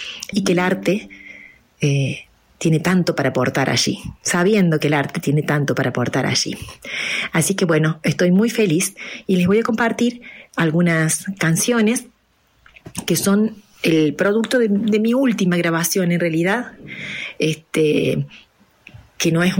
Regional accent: Córdoba, Argentina; cordobesa, argentina

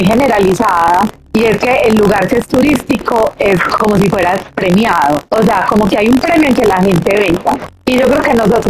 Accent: Medellín, Antioquia, Colombia; como somos muy paisas, pensamos mucho en la plata

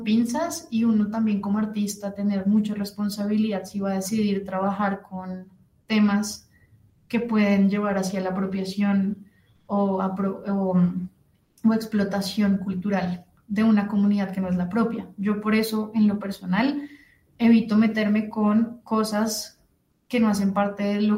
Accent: Colombia; me representa como colombiana

